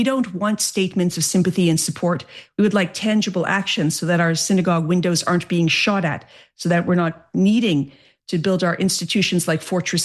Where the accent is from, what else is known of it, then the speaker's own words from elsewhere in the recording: Toronto, Ontario, Canada; the synagogue that I grew up in Toronto, which is in the Bayview and Shepherd area.